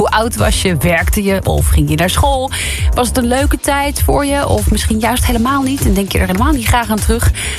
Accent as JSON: {"language": "Dutch", "country": "Netherlands", "said": "wij als Nederlanders hier in Nederland"}